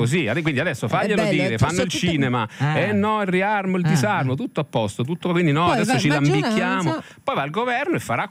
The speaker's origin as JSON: {"language": "Italian", "town": "Rome", "region": "Lazio", "country": "Italy", "said": "io sono romano."}